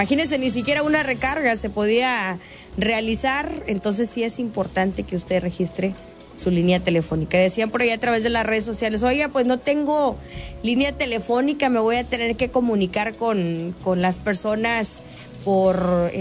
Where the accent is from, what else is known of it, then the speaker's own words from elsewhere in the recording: Mexico; Como buenos mexicanos, todo a la mera hora.